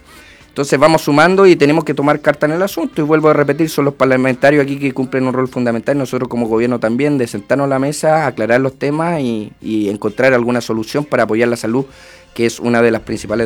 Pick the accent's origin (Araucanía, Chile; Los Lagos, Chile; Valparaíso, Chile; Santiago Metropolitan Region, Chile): Los Lagos, Chile; Osorno; yo soy de Osorno